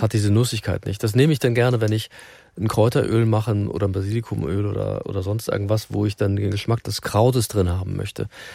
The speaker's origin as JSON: {"language": "German", "region": "Northern Germany", "country": "Germany", "said": "Ja, ich bin ja Norddeutscher."}